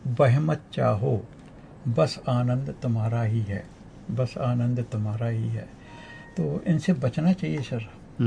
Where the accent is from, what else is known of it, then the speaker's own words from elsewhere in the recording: Tikamgarh, Madhya Pradesh, India; हमारे परिवार में हम लोग चार भाई चार बहन हैं, और 40 आदमी सर हमारे एक ही घर में रहते थे। अच्छा। और सर एक चूल्हे पे खाना बनता था, ये मिसाल था टीकमगढ़ का